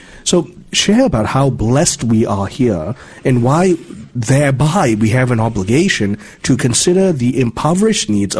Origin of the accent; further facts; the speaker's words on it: Kuala Lumpur, Malaysia; I'm from Malaysia, Kuala Lumpur, Malaysia.